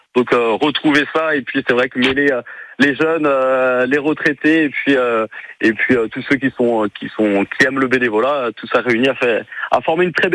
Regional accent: Pays de la Loire, France; Nous sommes cinq amis d'enfance. On a grandi ensemble dans le pays de Ray.

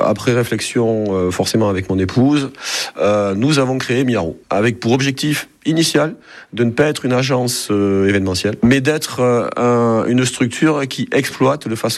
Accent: Toulouse, Occitanie, France; Moi, je suis un Toulousain, ou quasiment, pur produit de Toulouse School of Economics

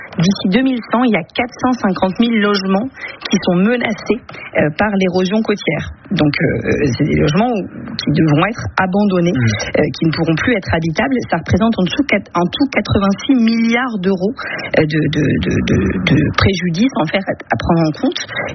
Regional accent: Hénin-Beaumont, Hauts-de-France, France; moi je viens du bassin minier du Pas-de-Calais, je me rappelle à Hélène Beaumont, en CM2

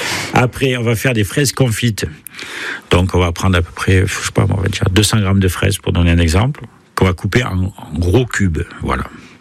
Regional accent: Carpentras, Provence-Alpes-Côte d'Azur, France; now in Savigny-sous-Faye, France; je suis originaire de Carpentras, pays de la fraise.

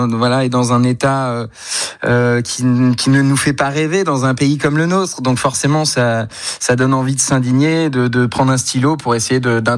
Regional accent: Nouvelle-Aquitaine, France; now in Paris, France; j'adore toujours autant revenir dans ma Creuse natale. C'est là-bas que j'écris, d'ailleurs, beaucoup.

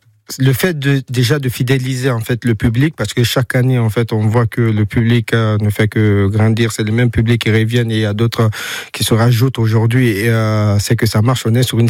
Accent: Guinea; also born or lived in United States; étant donné je suis originaire de Guinée aussi, on commence là-bas et j'ai grandi aussi aux États-Unis.

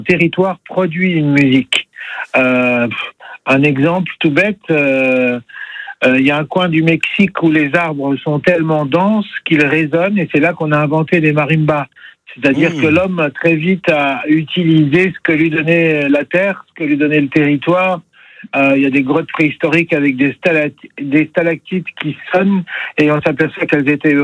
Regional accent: Lyon, Auvergne-Rhône-Alpes, France; Moi, je suis lyonnais.

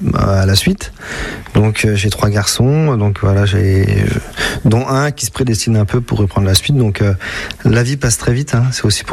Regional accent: Chaource, Grand Est, France; also born or lived in Troyes; now in Le Breuil, France; moi, je suis né à Troyes. Je suis né à l'hôpital des Hauts-Clos, comme beaucoup de gens, d'ailleurs, beaucoup de gens qui sont de Troyes. Donc, on a vécu à Chaource pendant une quinzaine d'années. Moi, j'ai vécu 15 ans à Chaource

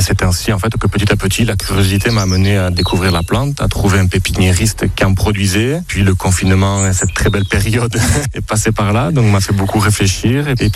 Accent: Ustaritz, Nouvelle-Aquitaine, France; j'ai 36 ans et je viens d'Ustaritz.

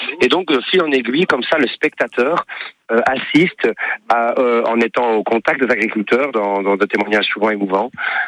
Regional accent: Belgium; Oui, oui, on est belge. Toute l'équipe de tournée ici avec nous, on est tous belges, oui, tout à fait.

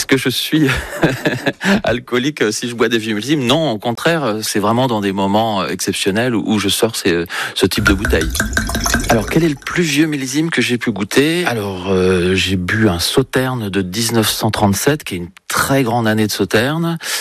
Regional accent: Alençon, Normandy, France; born there

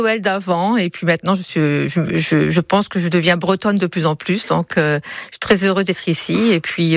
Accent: St. Pierre & Miquelon; now in Saint-Jacques-les-Pins, France; Je viens de Saint-Pierre-et-Miquelon.

